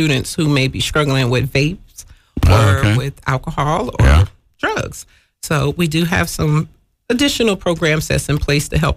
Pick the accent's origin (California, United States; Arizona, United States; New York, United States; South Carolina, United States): South Carolina, United States; Florence; now in Sumter, United States; I am from Florence, South Carolina.